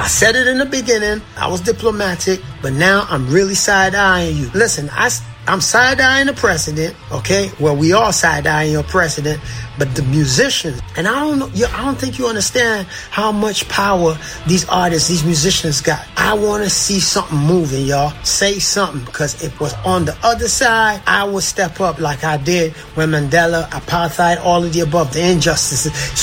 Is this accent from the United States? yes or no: no; Ghana; I am Ghanaian.